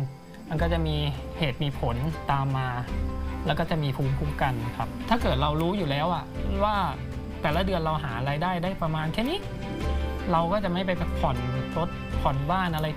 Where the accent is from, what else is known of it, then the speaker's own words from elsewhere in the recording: Bangkok, Thailand; moved away as an adult; ผมเติบโตที่กรุงเทพครับพ่อแม่ย้ายไปทำงานอยู่ที่กรุงเทพก็ใช้ชีวิตอยู่กรุงเทพเกือบ30ปี